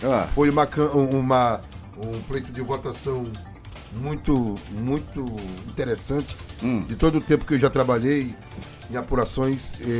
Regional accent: Paragominas, Pará, Brazil; born there; eu sou nascido aqui em Paragominas

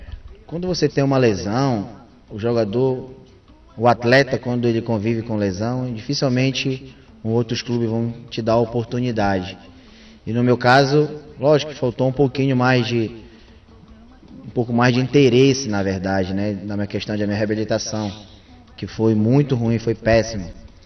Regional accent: Belém, Pará, Brazil; born there; nasci no Guamá, onde todo mundo sabe, não só no Guamá, como em vários bairros considerados periferia, encontra-se com várias dificuldades

